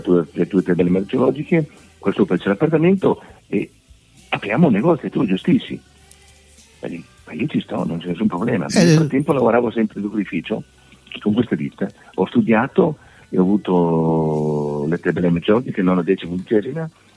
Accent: Bondeno, Emilia-Romagna, Italy; born there; Io sono emiliano, sono nato in un paesino, Bombeno, provincia di Ferrara

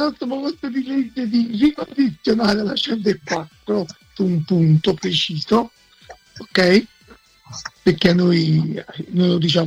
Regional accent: Portici, Campania, Italy; mi ricordavo un tavolo tondo che avevo quando ero piccolo, che abitavamo a Portici.

